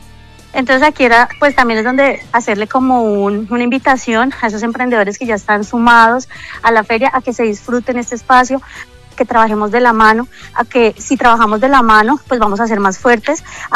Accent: Planadas, Tolima, Colombia

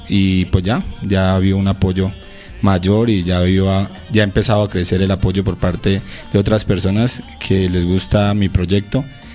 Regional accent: Soatá, Boyacá, Colombia; Yo vengo del norte de Boyacá, un municipio llamado Soatá, Boyacá, la ciudad datilera de Colombia.

